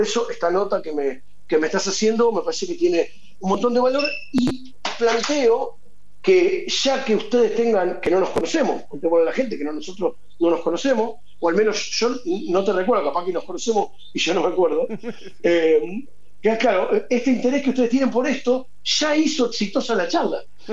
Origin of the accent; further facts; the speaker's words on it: Temperley, Buenos Aires Province, Argentina; yo soy de Temperley, ¿no?